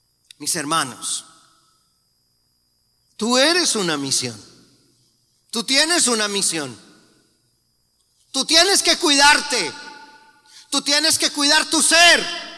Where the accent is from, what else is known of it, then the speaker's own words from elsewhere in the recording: Colombia; En mi país, en la ciudad de Bogotá, Colombia